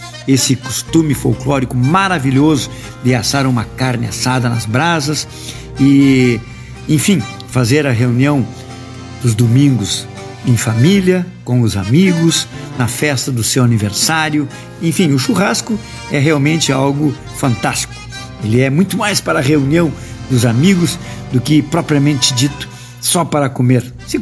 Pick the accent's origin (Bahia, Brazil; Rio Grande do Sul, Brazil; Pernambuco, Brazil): Rio Grande do Sul, Brazil; Uruguaiana; em homenagem à fronteira oeste do Rio Grande, minha terra uruguaiana, aonde se tem a maior produção bovina de qualidade do Brasil